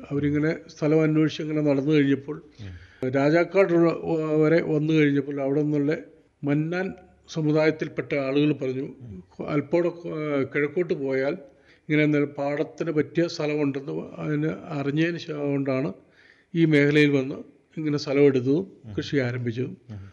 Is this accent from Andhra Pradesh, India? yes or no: no; Rajakumari, Kerala, India; ഞാനിവിടെ രാജകുമാരി തന്നെ ജനിച്ചു വളർന്നയാളാണ്. ഞങ്ങളുടെ എൻ്റെ ഫാദറായിട്ട് ഒരു 78 വർഷം മുമ്പ് തൊടുപുഴയിൽ നിന്ന് കുടിയേറി രാജകുമാരിയിൽ വന്ന ആളാണ്. എനിക്കിപ്പോൾ 63 വയസ്സായി. ഞാനിപ്പോൾ ഇവിടെ ജനിച്ചു